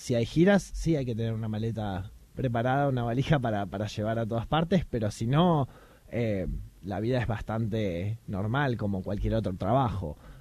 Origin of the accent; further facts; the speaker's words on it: Argentina; porque es lo que aprendimos fuera, digamos, siendo argentinos, y trayendo eso de vuelta hacia acá.